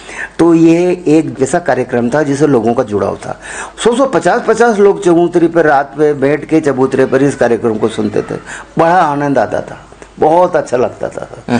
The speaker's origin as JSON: {"language": "Hindi", "area": "Bundi district", "region": "Rajasthan", "country": "India", "tie": "born there", "also_born_or_lived": "Kota", "said": "मेरा गांव था बूंदी जिले में, जहां तक मुझे याद है मैं बहुत छोटा था जब वहां था"}